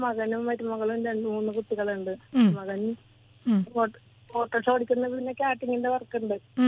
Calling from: Kochi, Kerala, India; പുതുക്കല വട്ടം, വളമക്കര.

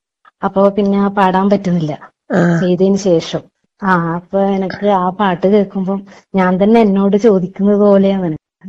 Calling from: Payyanur, Kerala, India; ഞാൻ പയ്യന്നൂർ തെരുവിൽ നിന്ന്.

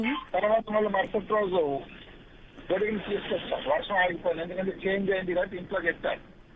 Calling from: Srikakulam district, Andhra Pradesh, India

